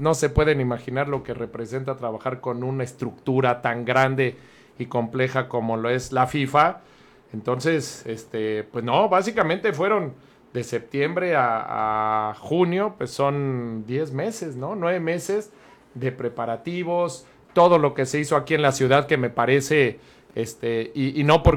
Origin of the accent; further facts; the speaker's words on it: Mexico City, Mexico; moved away as an adult; now in Guadalajara, Mexico; No, desde septiembre llegué a Guadalajara. Yo soy de Ciudad de México.